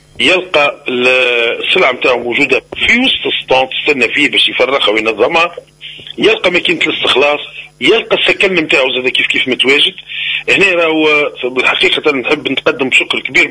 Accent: Tunisia; هنا من عندنا في تونس

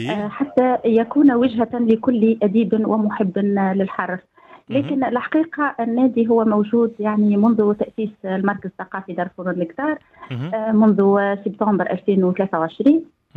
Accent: Gafsa, Gafsa Governorate, Tunisia; لأن عندنا في قفصة ما شاء الله مواهب وعندنا أدباء كبار

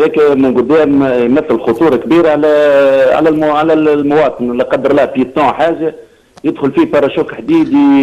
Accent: Tunisia; عندنا في تونس

